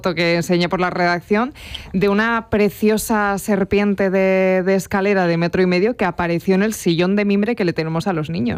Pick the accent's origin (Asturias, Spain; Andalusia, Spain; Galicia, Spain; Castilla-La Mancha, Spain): Castilla-La Mancha, Spain; yo es que soy una señora de mi casa, de mi pueblo y de mi pantano, en concreto del pantano del Gasset